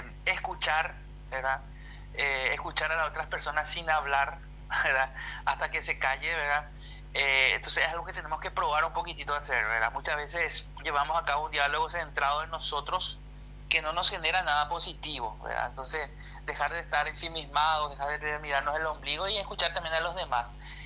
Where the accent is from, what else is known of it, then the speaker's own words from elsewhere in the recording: Paraguay; nosotros como paraguayos somos muy de la cultura del sí